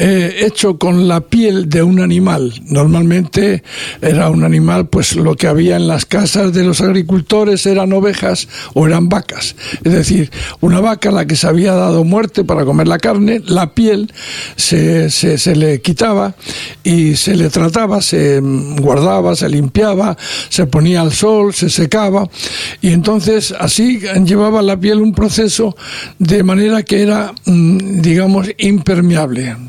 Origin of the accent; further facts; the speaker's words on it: La Rioja, Spain; allí en La Rioja le llamaban pellejos. Y yo recuerdo pues el camión que iba por mi pueblo, que los recogía y los llevaba a los lugares donde se vendía vino